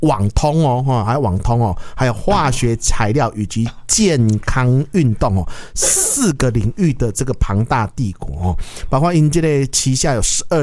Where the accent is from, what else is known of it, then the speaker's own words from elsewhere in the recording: Taiwan; 在我们台湾人的目光哈